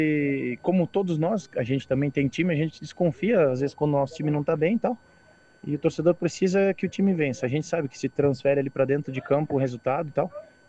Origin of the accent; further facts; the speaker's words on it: Santa Catarina, Brazil; now in Paraná, Brazil; eu sou catarinense, né?